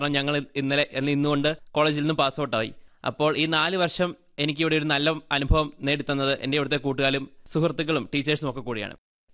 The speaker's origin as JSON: {"language": "Malayalam", "town": "Rajakkad", "region": "Kerala", "country": "India", "tie": "born or raised there", "moved": "as an adult", "lives_now": "Vellayani, India", "said": "എന്റെ നാട് ഇടുക്കിയിലെ രാജക്കാട് എന്ന് പറയുന്ന ഒരു കൊച്ചു ഗ്രാമമാണ്."}